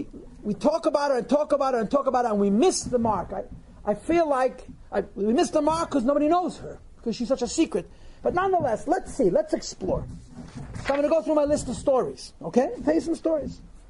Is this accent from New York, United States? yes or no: yes; Crown Heights, New York, United States; I grew up in Crown Heights. This is a fact. I grew up in Crown Heights, and I'm a young guy, but I'm not that young.